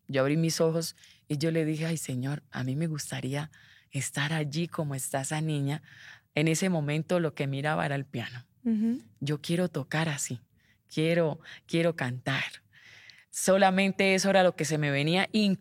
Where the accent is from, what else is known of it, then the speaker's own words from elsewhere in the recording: Valledupar, Cesar, Colombia; born there; moved away; pero no soy de Bucaramanga, soy de Colombia, pero no soy de Bucaramanga. Yo nací en la costa, en Valledupar.